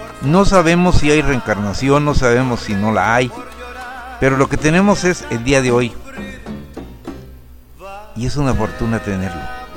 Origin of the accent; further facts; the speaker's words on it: Mexico; Nosotros somos, bueno, yo soy mexicano